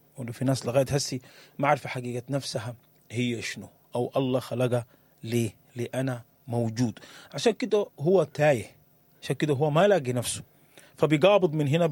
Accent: Sudan; إحنا يعني كسودانيين

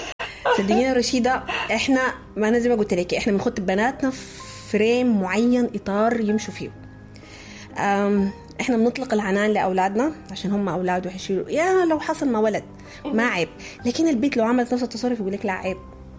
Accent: Sudan; إحنا كأمهات كمجتمع سوداني

